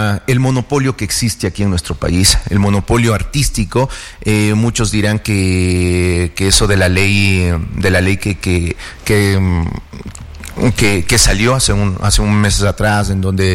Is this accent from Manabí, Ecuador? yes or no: no; Pujilí, Cotopaxi, Ecuador; amando más a mi tierra Pujilí.